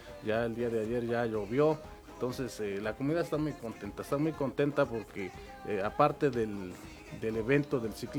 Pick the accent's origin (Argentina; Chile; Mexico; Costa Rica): Mexico; Tlaxiaco, Oaxaca; yo soy un originario de Campo de Aviación